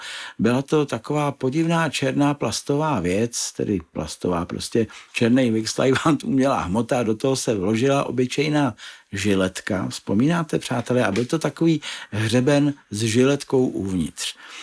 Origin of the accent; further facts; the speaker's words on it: Prague, Czechia; poslední třídu základní devítileté školy tady u nás v Praze na Hanspalce v Sušické ulici.